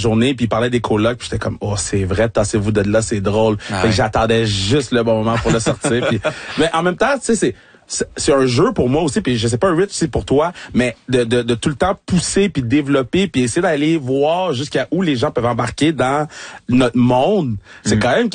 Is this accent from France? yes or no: no; Laval, Quebec, Canada; ça me rappelle Montréal ou ça me rappelle Laval parce que je viens de Laval, Laval ou rien.